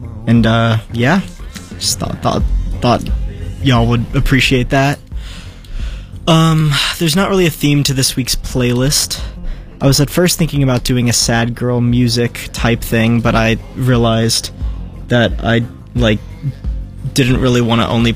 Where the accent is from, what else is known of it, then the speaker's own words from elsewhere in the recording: San Antonio, Texas, United States; I am from San Antonio and moving to New York.